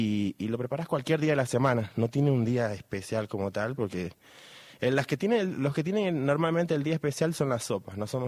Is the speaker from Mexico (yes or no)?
no; Venezuela; moved away